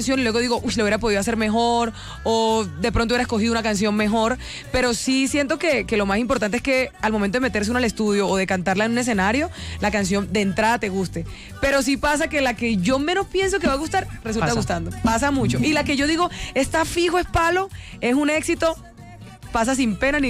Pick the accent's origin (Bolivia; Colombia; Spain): Colombia